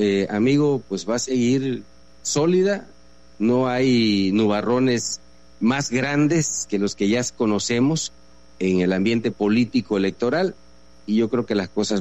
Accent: Palizada, Campeche, Mexico; de mi pueblo, la carretera famosa que tú seguramente sabes, una demanda añeja de los paliceños

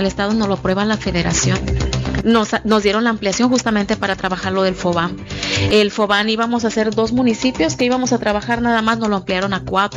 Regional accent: Manzanillo, Colima, Mexico; Yo soy de Manzanillo, soy del Colomo, entonces yo veía que pues la gente del Colomo batallaba para llegar a Salagua.

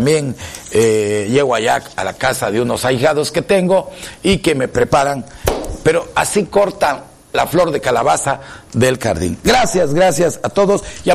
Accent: Juárez, Chiapas, Mexico; born there; now in Tuxtla Gutiérrez, Mexico; Yo llegué hace 40 años aquí a Tuxtla Gutiérrez, ya hice 40 años. Yo soy de Juárez, Chiapas, pero pues aquí nací en Chiapas y aquí me voy a morir. Y voy a morirme aquí con mi tierra, con los tuxtlecos y con los chiapanecos. Yo soy chiapaneco orgullosamente de este rincón mexic

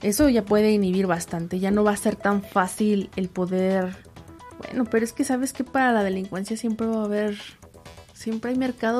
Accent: Mexico

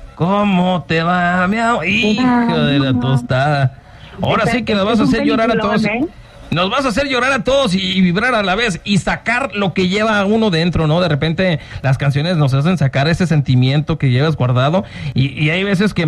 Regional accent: Mexico; tú sabes cómo somos los mexicanos

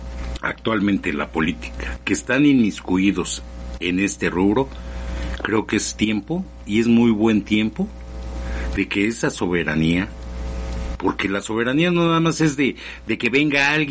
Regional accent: Mexico; la patria somos todos los mexicanos también

